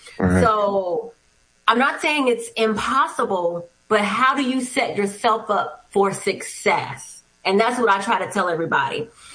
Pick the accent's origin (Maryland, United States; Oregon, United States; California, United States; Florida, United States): Florida, United States; Miami; But Miami's my hometown. And so Yeah. It's my little, like, I have a, you know, the baby with the little passy. Like, I'm connected to that space.